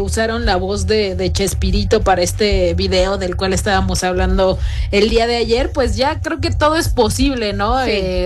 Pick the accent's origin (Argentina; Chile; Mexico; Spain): Mexico; como los mexicanos somos especialistas en ser anfitriones